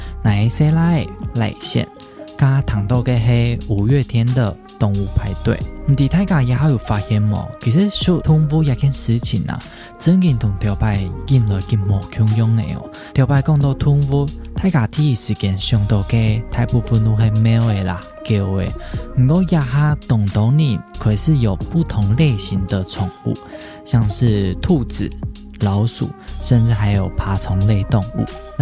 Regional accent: Pingtung County, Taiwan; 因为我老家是在屏东嘛

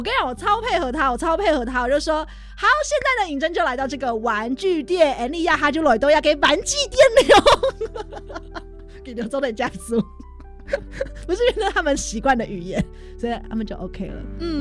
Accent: Miaoli County, Taiwan; 我说我们苗栗人都是这样啊

